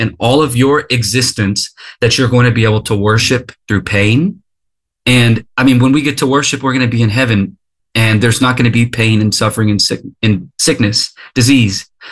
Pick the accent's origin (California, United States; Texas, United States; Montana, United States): Texas, United States; I grew up in Texas.